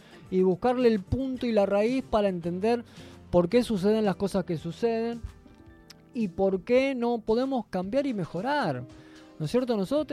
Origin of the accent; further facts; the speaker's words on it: Argentina; nosotros como argentinos